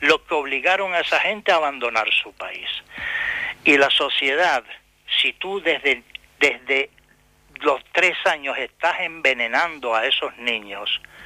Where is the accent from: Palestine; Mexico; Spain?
Palestine; moved away; convirtiendo a la gran mayoría de los palestinos en refugiados y viviendo fuera del país. A mi casa, mi tierra, me la quitaron